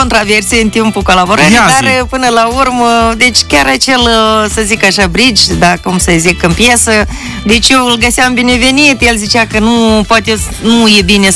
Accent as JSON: {"language": "Romanian", "town": "Parcani", "region": "Soroca District", "country": "Moldova", "said": "Eu eram, sunt din Soroca, satul Parcani."}